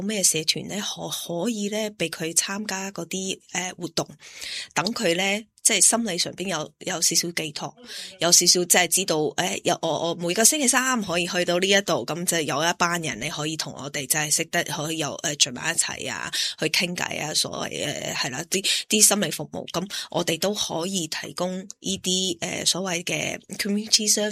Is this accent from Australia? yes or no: yes; Australia; born or raised there